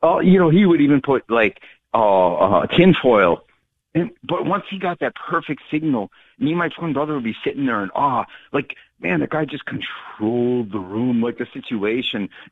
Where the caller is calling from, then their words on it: Hartford, Wisconsin, United States; I live in beautiful Hartford, Wisconsin, in a six-unit building